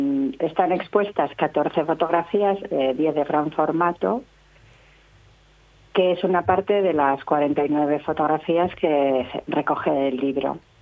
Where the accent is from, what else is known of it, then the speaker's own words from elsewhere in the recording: Valladolid, Castile and León, Spain; yo soy vallisoletana de adopción. Mi padre era vallisoletano y yo me crié aquí en un pueblecito cerca de Tordesillas